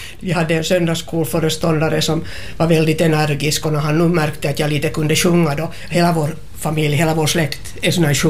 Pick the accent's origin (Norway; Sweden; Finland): Finland; Southern Finland; Jag är ju från södra Finland